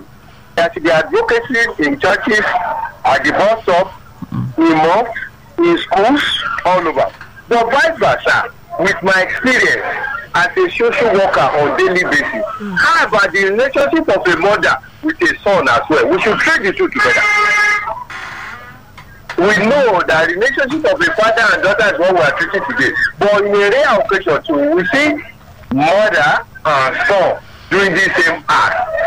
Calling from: Osun, Nigeria; calling from Oshun.

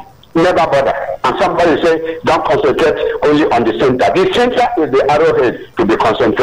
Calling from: Nigeria; I'm calling from Alabado.

